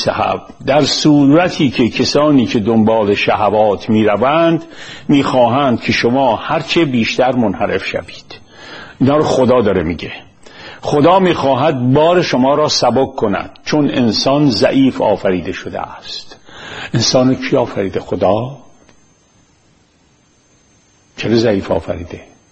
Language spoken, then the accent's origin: Persian; Iran; moved away; من توی مملکتی بزرگ شدم